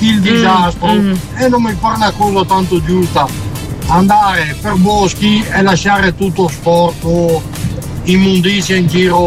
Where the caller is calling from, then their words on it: Friuli-Venezia Giulia, Italy; da buon friulano ti direi che nella mia regione ce ne sono tante passeggiate